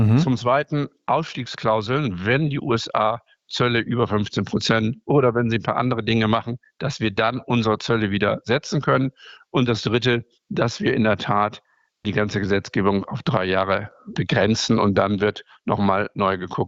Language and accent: German; Northern Germany, Germany; Nein, also da bin ich als Norddeutscher